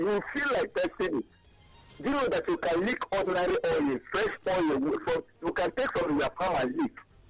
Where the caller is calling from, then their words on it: Eba, Nigeria; I'm from Eba.